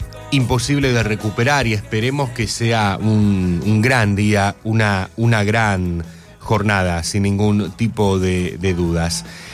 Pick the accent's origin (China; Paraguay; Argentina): Argentina; aquí, en nuestro país